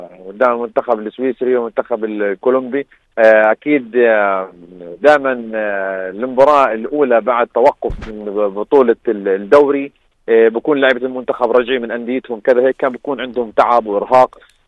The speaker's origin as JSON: {"language": "Arabic", "country": "Jordan"}